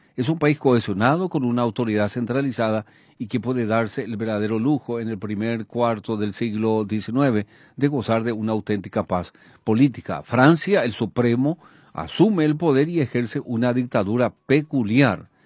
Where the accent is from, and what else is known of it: Paraguay